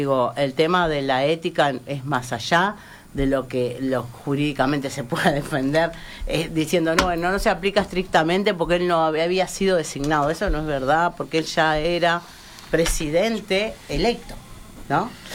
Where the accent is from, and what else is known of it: Uruguay